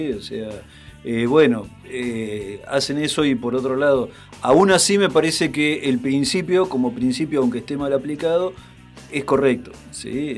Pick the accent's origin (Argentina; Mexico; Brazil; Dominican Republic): Argentina; esa canción habla mucho de la identidad nuestra, ¿no? De como argentino, ¿no?